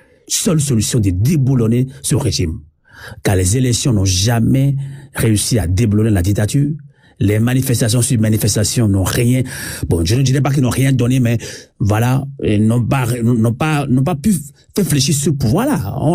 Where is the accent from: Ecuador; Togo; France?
Togo; moi, en tant que Togolais lambda